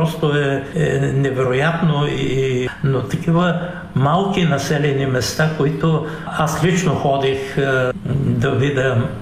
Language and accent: Bulgarian; Dupnitsa, Kyustendil Province, Bulgaria; Аз съм роден в Дупница